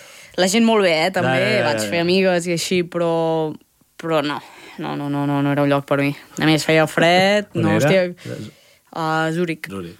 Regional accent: Catalonia, Spain; moved away; sóc catalana, sóc d'aquí

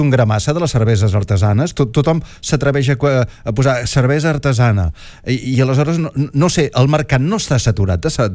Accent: Olot, Catalonia, Spain; Jo també sóc d'Olot, eh?

